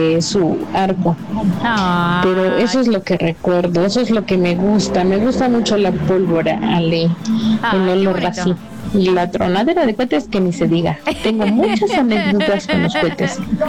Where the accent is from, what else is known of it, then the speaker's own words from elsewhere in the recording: Clanchenal, Hidalgo, Mexico; now in Pachuca, Mexico; Soy de Clanchenal, Hidalgo, y allá se celebra el Chantolo, pero a lo que da, muy, muy bonito.